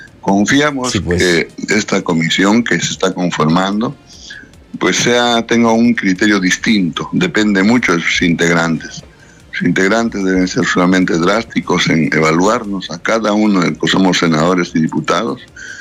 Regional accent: Cusco, Peru; es mi paisano, yo también caramba. Soy cusqueño.

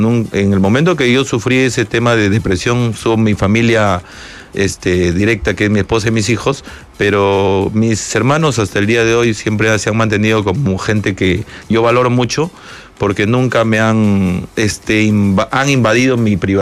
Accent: Guanajuato, Mexico; Soy mexicana y soy de Guanajuato.

